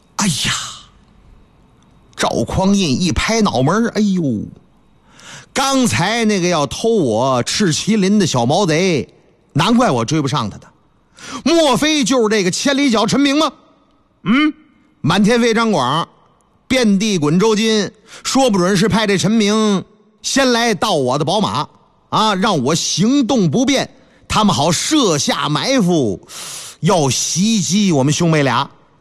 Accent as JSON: {"language": "Chinese", "region": "Northeast China", "country": "China", "tie": "born or raised there", "accent": "Northeastern Mandarin", "said": "按我们老家东北话说"}